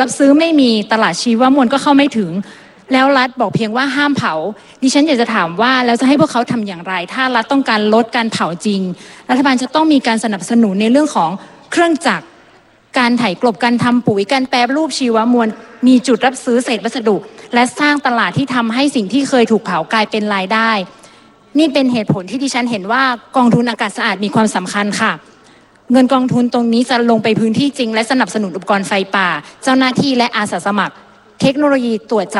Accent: Phrao, Chiang Mai, Thailand; พื้นที่ที่ดิฉันเป็นตัวแทนและเป็นบ้านเกิดของดิฉันเองคืออำเภอพร้าว

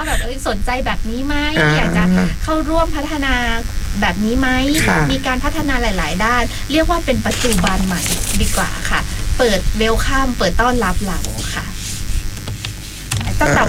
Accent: Phuket, Thailand; ภูเก็ตบ้านเรานี่เองค่ะ

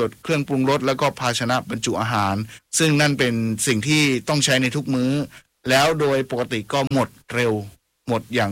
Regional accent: Southern Thailand, Thailand; เราเข้าใจดีในฐานะคนใต้นะ

